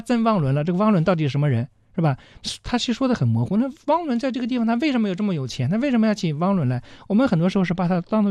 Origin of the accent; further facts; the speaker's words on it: Fengyang, Anhui, China; moved away; 我的老家安徽凤阳